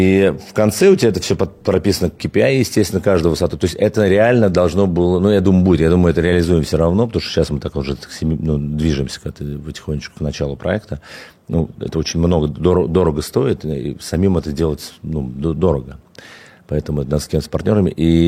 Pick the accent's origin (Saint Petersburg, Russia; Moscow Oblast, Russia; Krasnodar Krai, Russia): Moscow Oblast, Russia; Khimki; Слушай, ну я родился в Химках, это Подмосковье, на левом берегу, в частности, да, это такой подмосковный район, ну, прям сразу за кольцевой дорогой, учился в спортивной школе